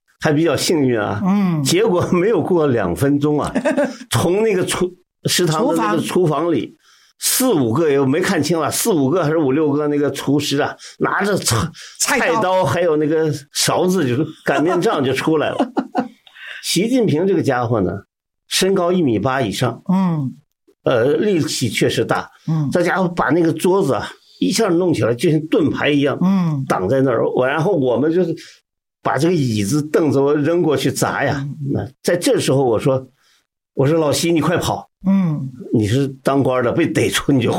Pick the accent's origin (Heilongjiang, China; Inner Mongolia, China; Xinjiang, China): Inner Mongolia, China; moved away; 我从小是在内蒙草原上，不仅是骑马，我们驯马。